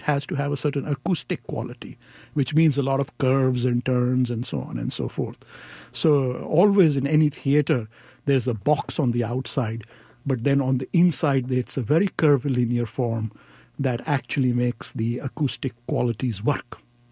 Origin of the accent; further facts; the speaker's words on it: Chandigarh, India; I sort of wore Chandigarh like an albatross around my neck, like I'm from Chandigarh and modernism.